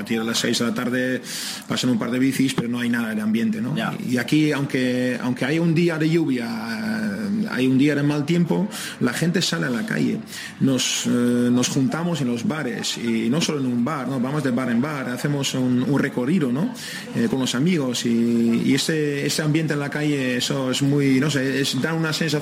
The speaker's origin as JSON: {"language": "Spanish", "region": "North Holland", "country": "Netherlands", "moved": "as an adult", "lives_now": "San Sebastián, Spain", "said": "como soy de cerca de Ámsterdam, yo soy del Ajax de ahí"}